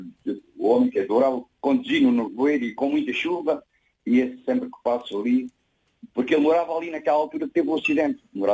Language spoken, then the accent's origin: Portuguese; Almodôvar, Alentejo, Portugal; born there; nasci mesmo em Almodóvar.